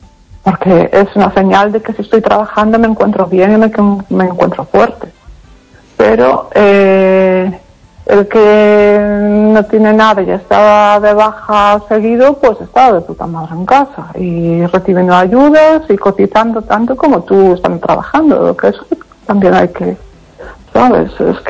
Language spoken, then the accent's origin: Spanish; Pontevedra, Galicia, Spain